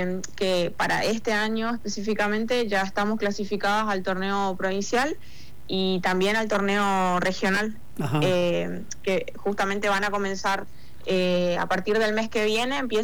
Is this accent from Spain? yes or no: no; San Ignacio, Misiones, Argentina; soy de San Ignacio, vivo en San Ignacio y viajo para poder entrenar.